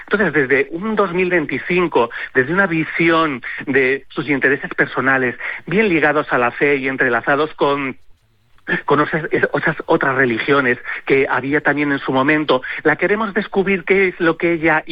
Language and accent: Spanish; Spain